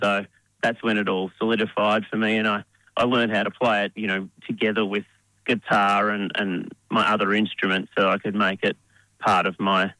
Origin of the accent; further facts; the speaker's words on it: Hamilton, Victoria, Australia; now in southeast Queensland, Australia; Yes, I'm actually from country Victoria, Western Victoria. So I grew up near Hamilton, sort of between Hamilton and Port Fairy. My parents moved back there, actually.